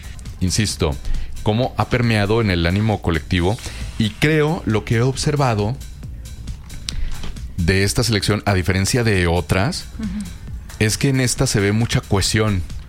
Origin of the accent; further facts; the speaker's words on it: Mexico; yo soy bien mexicano, me encanta ser mexicano.